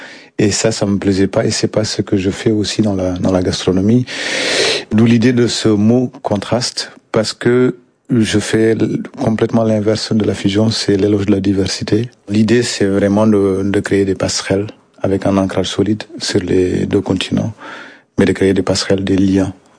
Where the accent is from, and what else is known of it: Wotchi, Mauritania; born or raised there